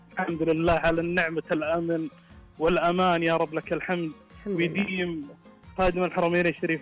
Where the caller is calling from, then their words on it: Sakaka, Al-Jawf, Saudi Arabia; أكلمك طال عمرك من إسكاك الجوف.